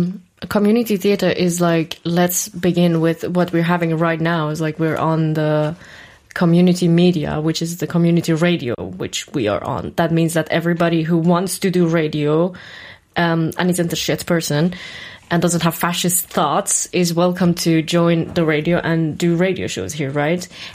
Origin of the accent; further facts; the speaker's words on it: Iran; now in Halle, Germany; Like, so I live in Halle, right? And I'm from Iran, and I used to do theater back in Iran as a child growing up.